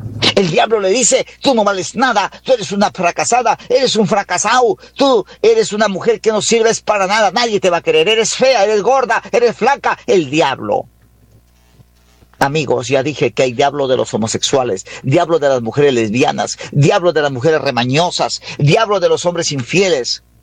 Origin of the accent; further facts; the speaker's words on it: Huancabamba Province, Piura, Peru; now in Tarapoto, Peru; Vengo de la provincia de Huancabamba, siervo, sí, de la provincia de Huancabamba.